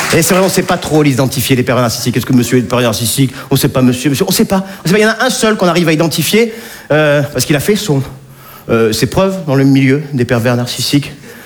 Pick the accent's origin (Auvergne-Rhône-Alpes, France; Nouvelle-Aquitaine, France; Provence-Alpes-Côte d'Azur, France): Provence-Alpes-Côte d'Azur, France; Nice; Et je suis niçois, je ne fais pas partie de ces sudistes qui tapent sur les Parisiens, pas du tout.